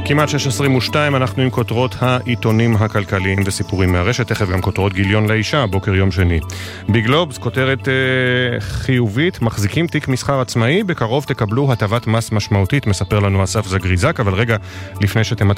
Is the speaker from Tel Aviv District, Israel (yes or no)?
yes; Holon, Tel Aviv District, Israel; אני מחולון